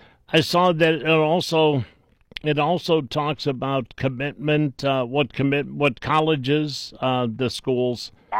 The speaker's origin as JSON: {"language": "English", "town": "Willowick", "region": "Ohio", "country": "United States", "tie": "born or raised there", "said": "Because I grew up on the east side. I grew up in Willowick. I grew up in Lake County."}